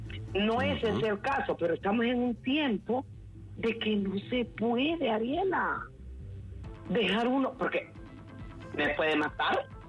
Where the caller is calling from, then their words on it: Olanchito, Yoro, Honduras; soy Yolanchito, pero vivo en Yoro.